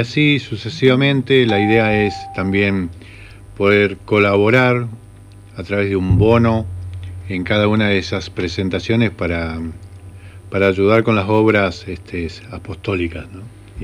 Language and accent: Spanish; San Martín de los Andes, Neuquén, Argentina; desde acá, de este rincón de la Patagonia, mi pueblo San Martín de los Andes